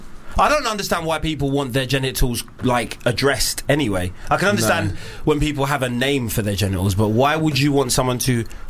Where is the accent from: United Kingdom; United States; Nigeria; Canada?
Nigeria; I'm Nigerian, so I inherited.